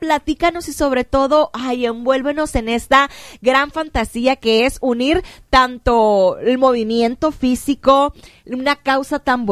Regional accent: Mexico; esta gran bonita costumbre que tenemos como mexicanos del Día de Muertos

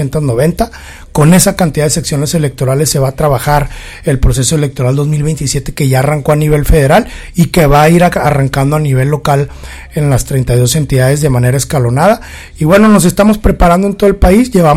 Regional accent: Chihuahua, Mexico; a quienes somos chihuahuenses

